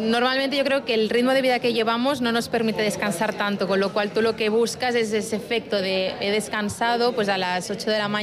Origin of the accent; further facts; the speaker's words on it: Mediterranean coast, Spain; yo soy del Mediterráneo, pero soy blanca, o sea, soy muy, muy pálida.